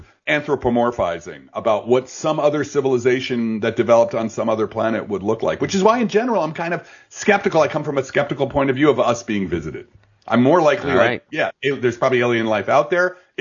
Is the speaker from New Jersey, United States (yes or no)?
yes; Belleville, New Jersey, United States; First of all, go Jersey. I'm from Jersey. I'm from like the Newark area. I'm up from Belleville.